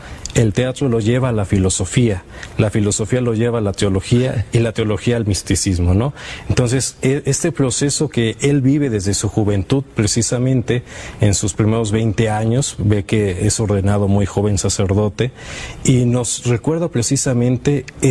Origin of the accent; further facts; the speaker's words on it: Mexico; siendo más mexicanos.